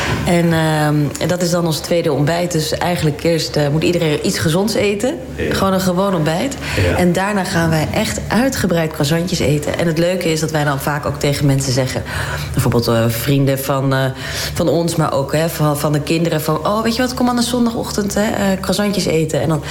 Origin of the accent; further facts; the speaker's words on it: Leiden, South Holland, Netherlands; ik ben in Leiden geboren. Ja. En getogen